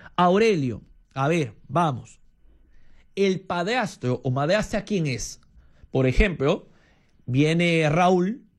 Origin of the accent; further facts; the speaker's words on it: Chiclayo, Lambayeque, Peru; moved away; Saludos a mi tierra hermosa, linda, que será visitada por el Papa Chiclayo